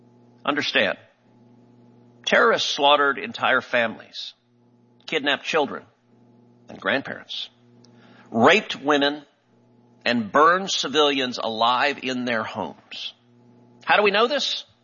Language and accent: English; Texas, United States; My home state of Texas has done the same.